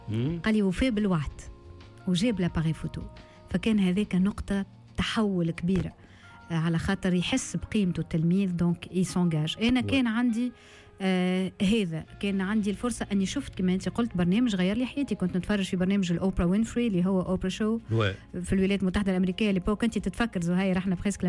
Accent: Kairouan, Kairouan Governorate, Tunisia; أصيلة القيروان، مولودة في القيروان.

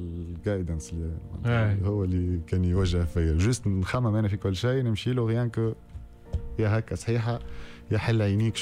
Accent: Tunisia

